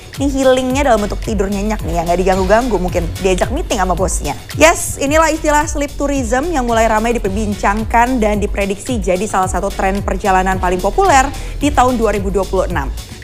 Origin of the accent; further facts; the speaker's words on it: Lampung, Indonesia; Ada juga Els Coffee, ini asalnya dari kampung saya, salah satu jaringan kedai kopi paling terkenal di Lampung.